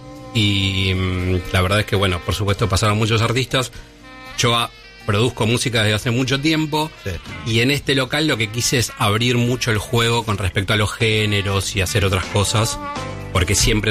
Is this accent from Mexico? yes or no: no; San Andrés, Buenos Aires Province, Argentina; Igual nosotros somos de San Andrés, ¿no?